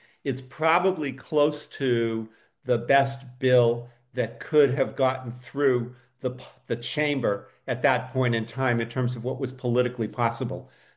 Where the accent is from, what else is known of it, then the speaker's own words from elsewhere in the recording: Massachusetts, United States; I'm from Massachusetts.